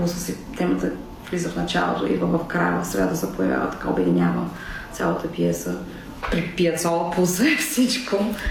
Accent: Veliki Preslav, Shumen Province, Bulgaria; Значи следващия концерт е в Велики Преслав, това е моя роден град.

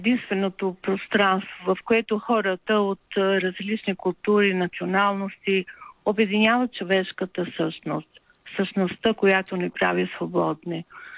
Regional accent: Tirana, Tirana County, Albania; Странно, но аз съм се чувствала различна от моите връстници в Тирана, в родното ми място. И когато стъпих на земята на майка ми на 18 години, и тогава разбрах и усетих тобруджанските равнини

